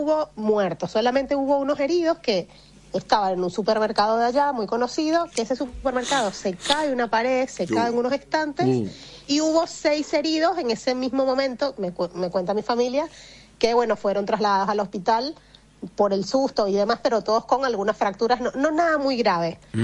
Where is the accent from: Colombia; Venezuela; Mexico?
Venezuela; de verdad que uno lo que siente como venezolano es una tristeza